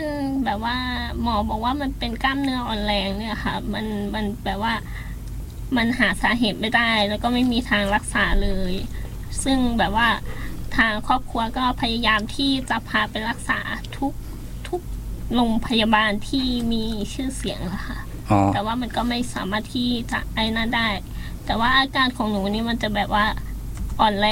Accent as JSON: {"language": "Thai", "region": "Nakhon Phanom", "country": "Thailand", "also_born_or_lived": "Bueng Kan / Nong Khai", "said": "เป็นคนจังหวัดนครพนมค่ะแต่ว่ามาเรียนที่นี่แล้วก็ได้รับโอกาสทำงานที่นี่เลย"}